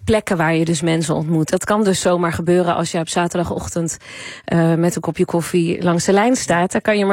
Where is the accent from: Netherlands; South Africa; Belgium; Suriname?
Netherlands; Nieuwleusen, Overijssel; Ik ben opgegroeid in Nieuw-Leuzen.